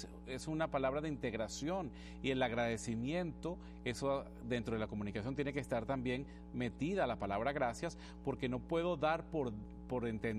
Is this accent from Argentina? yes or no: no; Venezuela; Lucía es de Puerto Rico, yo soy de Venezuela y tenemos el mismo idioma español